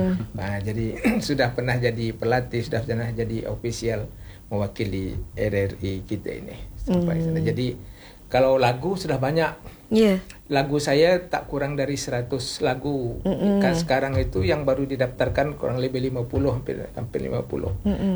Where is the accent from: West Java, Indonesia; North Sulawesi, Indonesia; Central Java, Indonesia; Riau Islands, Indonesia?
Riau Islands, Indonesia; Tambelan; now in Tanjung Pinang, Indonesia; Saya asli Tambelan. Nah, merantau ke sini ini pada tahun 86.